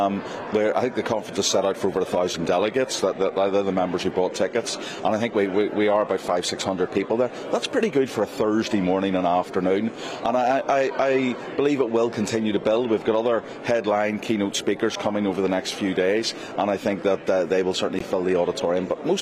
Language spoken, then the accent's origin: English; United Kingdom; I'm not ashamed of being a Brit and never will be.